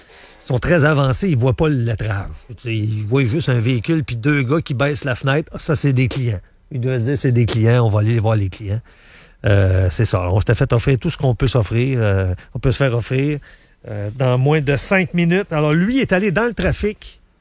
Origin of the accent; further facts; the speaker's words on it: Thetford Mines, Quebec, Canada; il est candidat dans ma ville natale, Black Lake, Thetford